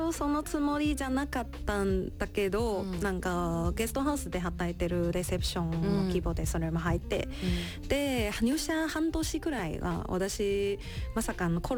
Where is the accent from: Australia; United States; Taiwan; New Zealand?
Taiwan; Japanese is a second language; now in Japan; 台湾人として